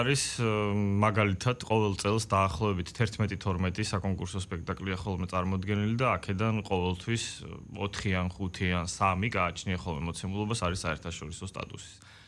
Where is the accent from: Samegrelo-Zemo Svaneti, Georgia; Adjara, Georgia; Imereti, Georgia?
Samegrelo-Zemo Svaneti, Georgia; Poti; აგერფოთიდან მოვდივარ და ისევ არ გვაქვს ახალი შენობა